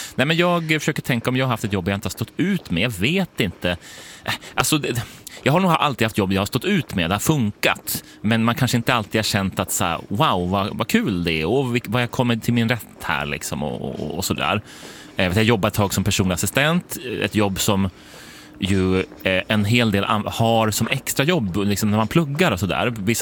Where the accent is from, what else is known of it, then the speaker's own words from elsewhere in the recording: Stockholm, Stockholm County, Sweden; now in Gävle, Sweden; Jag är från Stockholm liksom, och har flyttat hit för ganska många år sedan nu.